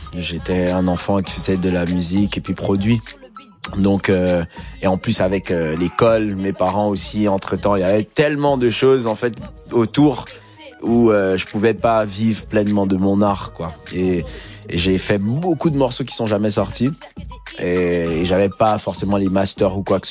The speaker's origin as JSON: {"language": "French", "country": "Gabon", "tie": "born or raised there", "moved": "yes", "said": "J'ai grandi, je suis né au Gabon, j'ai grandi au Gabon."}